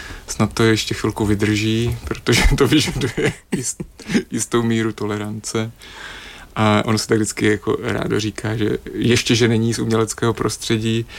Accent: Olomouc, Olomouc Region, Czechia; jak jsme oba z Olomouce

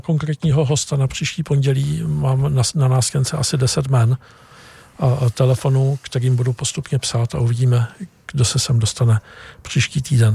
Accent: Brno, South Moravian Region, Czechia; born there; Brno budeš... je moje rodné město, takže tam já jezdím.

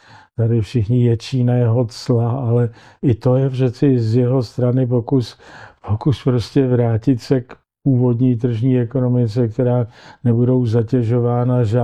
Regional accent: Prague, Czechia; na otázku, odkud jste, já jsem říkal, I am from Europe. Protože jak jsem si myslel, že říkat z nějakých Čech nebo z Prahy, že tam ty lidi vůbec by netušili, co to znamená.

